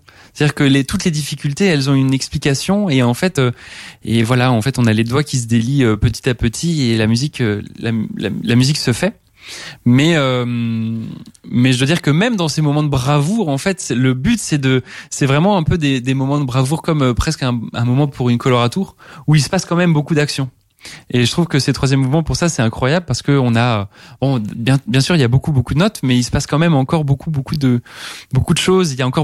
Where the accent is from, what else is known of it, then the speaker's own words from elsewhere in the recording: Thann, Grand Est, France; je suis issu d'une famille de musiciens amateurs. Donc j'ai grandi en Alsace dans une petite ville qui s'appelle Tann